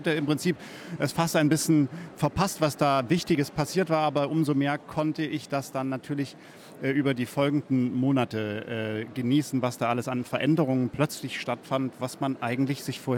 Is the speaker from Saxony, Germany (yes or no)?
yes; Dresden, Saxony, Germany; Studium an anderen Orten als in meiner Heimatstadt Dresden, was auch ein wunderbarer Ort zum Musikstudium war.